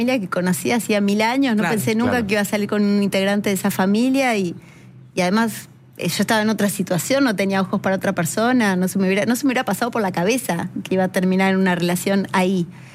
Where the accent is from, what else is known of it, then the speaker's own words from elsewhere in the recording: Argentina; me gusta hacer las cosas acá, me gusta ser creativa acá, en mi país. Me ofrecieron trabajar en otros países y no sé, como que siempre dije, quiero vivir acá, quiero que mis hijos se críen con una mentalidad argentina también.